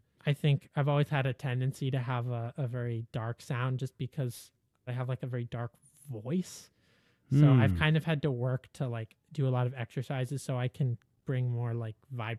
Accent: Vermont, United States; Given that I'm from Vermont, I like to take walks.

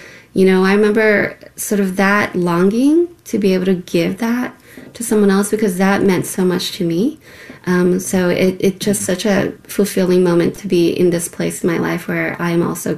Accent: Brazil; moved away; So this is growing up in Brazil.

